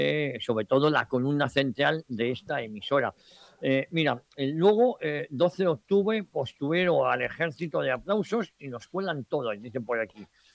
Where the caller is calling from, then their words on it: Gijón, Asturias, Spain; Más buenos días, don Javier … de Gijón.